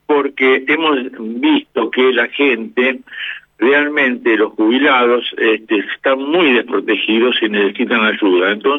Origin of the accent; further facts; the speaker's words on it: Lanús, Buenos Aires Province, Argentina; born there; nuestro origen está en la provincia de Buenos Aires, en la localidad de Lanús, así que también somos bonaerenses de nacimiento, como muchos de ustedes, y llevamos el alma de la provincia dentro de nuestro corazón.